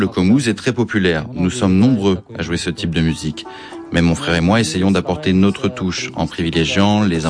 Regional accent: Kyrgyzstan; Chez nous, au Kirghizistan

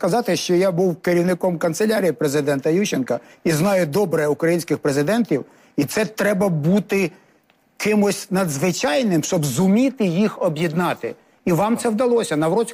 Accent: Volyn Oblast, Ukraine; born there; Насправді, я народився на Волині, моя мама полька, мої батьки пережили оцю волинську річ, і я пам'ятаю ці розмови.

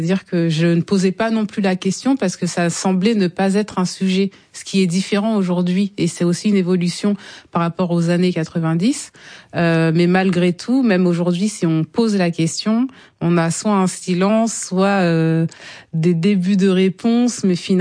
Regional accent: Canteleu, Normandy, France; Mais comment ça, de Normandie, vous venez d'où? Je dis, Rouen. Mais Rouen, enfin, Canteleu, mais où? Près de Rouen. Donc, en Normandie.

